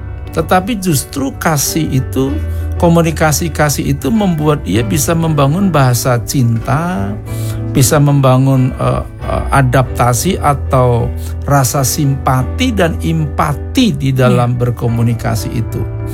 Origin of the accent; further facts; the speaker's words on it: Surakarta, Central Java, Indonesia; saya dari Solo